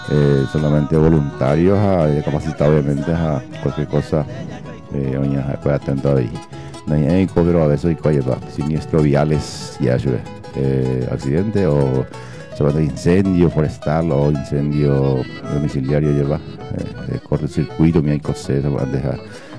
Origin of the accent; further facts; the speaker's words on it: Paraguay; ya el ombligo ñande particular como buen paraguayo